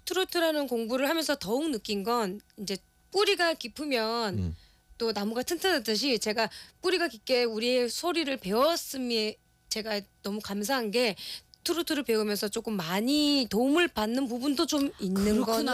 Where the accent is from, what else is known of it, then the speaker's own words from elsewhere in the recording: Jinju, South Gyeongsang, South Korea; also born or lived in Masan; 마산에서 태어났고 진주에서 학창 시절을 쭉 이렇게 보냈습니다.